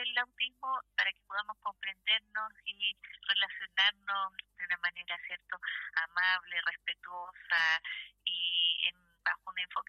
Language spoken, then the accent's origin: Spanish; Viña del Mar, Valparaíso, Chile; yo soy de Viña del Mar, vivo acá, trabajo acá